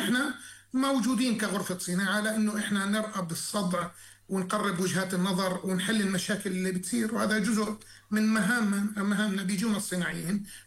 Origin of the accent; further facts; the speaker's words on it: Jordan; احنا اولى في بلدنا الأردن